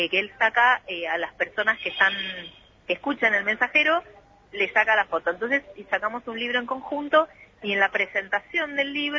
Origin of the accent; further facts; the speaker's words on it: Trelew, Chubut, Argentina; Yo soy de Trelew, Chubut. Me crié escuchando los mensajes